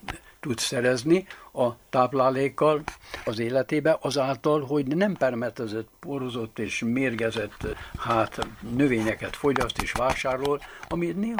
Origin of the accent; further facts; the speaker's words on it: Baranya, Hungary; földműves családból származom, és hát anyai ágon a gyógyfűveken megismerkedve, ugye a nagyanyám tanított bennünket, mivel ő bábasszony volt, és gyógyfűvekkel gyógyított, így a növényeket, gombát, ott a mecsek lankáin hamar megismertük gyerekkorunkban.